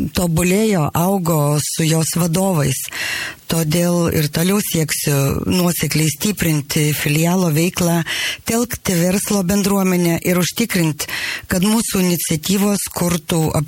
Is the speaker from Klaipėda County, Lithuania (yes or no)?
no; Utena, Utena County, Lithuania; Aš pati esu gimusi ir užaugusi Utenoje. Utenoje kūriau savo kelią